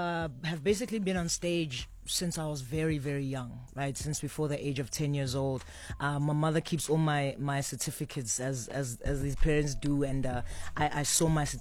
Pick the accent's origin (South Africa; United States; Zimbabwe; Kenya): South Africa; Durban, KwaZulu-Natal; All the way from Durban, 031 in the building.